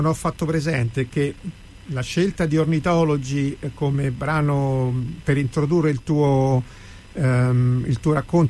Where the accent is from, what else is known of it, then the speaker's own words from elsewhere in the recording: Rome, Lazio, Italy; per me che sono romano